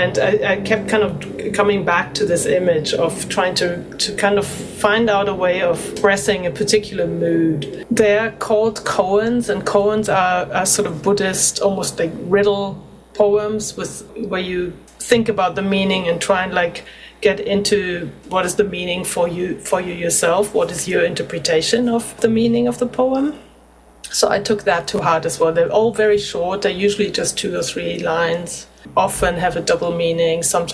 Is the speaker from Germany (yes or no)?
yes; Germany; moved away as an adult; also born or lived in London; now in Brooklyn, United States; I grew up in Germany, in a small town in Germany, but left pretty soon after finishing high school. I moved to London